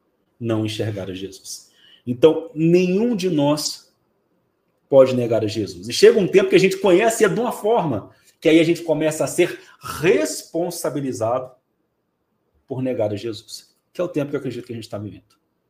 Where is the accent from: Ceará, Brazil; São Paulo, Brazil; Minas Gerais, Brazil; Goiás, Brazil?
Minas Gerais, Brazil; eu sou mineiro, né?